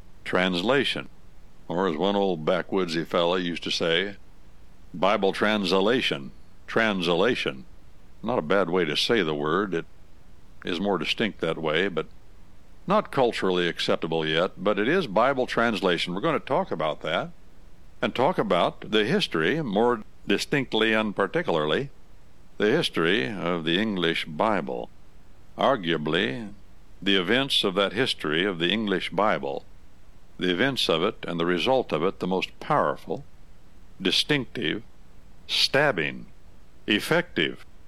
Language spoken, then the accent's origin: English; United States